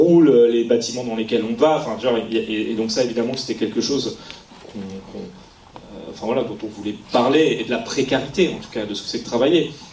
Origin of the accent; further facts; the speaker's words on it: Grand Est, France; j'ai grandi en Haute-Marne, j'ai grandi juste à côté de Saint-Dizier.